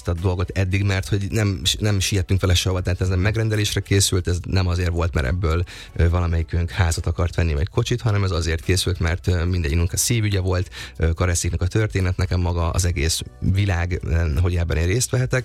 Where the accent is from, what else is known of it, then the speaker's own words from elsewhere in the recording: Nyíregyháza, Szabolcs-Szatmár-Bereg, Hungary; born there; moved away as an adult; now in Budapest, Hungary; akkor én egy tévéműsor kapcsán költöztem fel Budapestre Nyíregyházáról, én Nyíregyházán éltem, ott is érettségiztem le, már utolsó magántanulóként